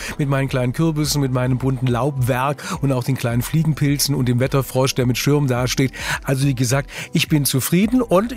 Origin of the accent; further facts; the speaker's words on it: Saxony, Germany; Also ich bin ein Sachse